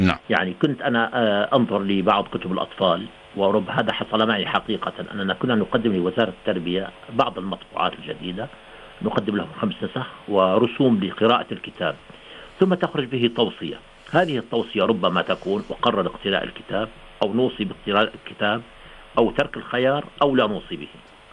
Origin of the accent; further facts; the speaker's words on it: Syria; also born or lived in Jordan; عندنا في سوريا نسميها المعاهد